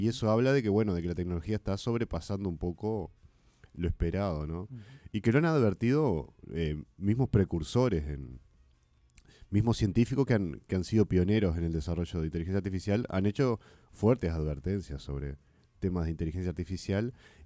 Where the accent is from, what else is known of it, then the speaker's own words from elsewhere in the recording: Rocha, Uruguay; also born or lived in La Paloma; now in Balizas, Uruguay; Soy oriundo de Rocha.